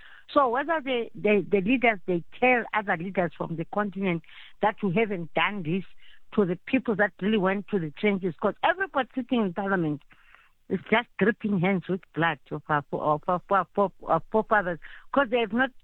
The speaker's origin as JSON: {"language": "English", "region": "London", "country": "United Kingdom", "tie": "born or raised there", "also_born_or_lived": "Botswana", "said": "All over. I grew up in London."}